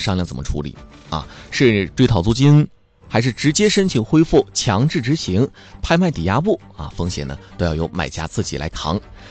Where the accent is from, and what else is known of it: Haikou, Hainan, China